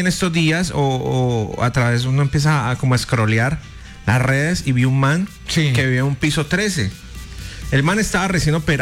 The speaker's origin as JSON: {"language": "Spanish", "town": "Cali", "region": "Valle del Cauca", "country": "Colombia", "said": "como pueblo colombiano y más los caleños que somos tan resilientes"}